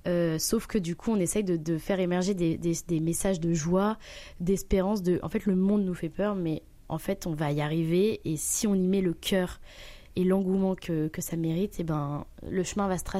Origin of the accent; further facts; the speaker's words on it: Lille, Hauts-de-France, France; Je découvre une région qui n'est pas mon climat, étant donné que je viens de Lille.